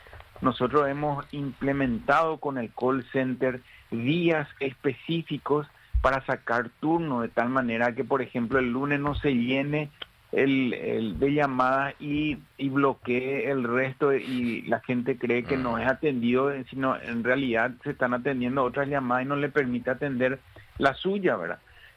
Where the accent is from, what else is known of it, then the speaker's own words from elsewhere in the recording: San Lorenzo, Central, Paraguay; Yo soy de San Lorenzo, imagínense, nada más a 10 a 14 kilómetros